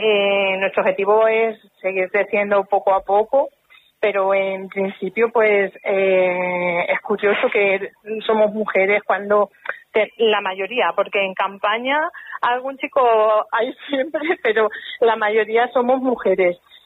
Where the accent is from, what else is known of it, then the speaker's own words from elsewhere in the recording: Tomelloso, Castilla-La Mancha, Spain; somos de Tomelloso y somos graciosos.